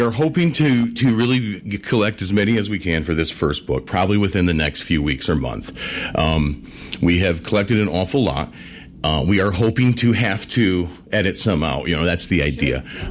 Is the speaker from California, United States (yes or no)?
no; Grand Rapids, Michigan, United States; I've lived on the southeast side my entire life, too. I still do, and I plan to.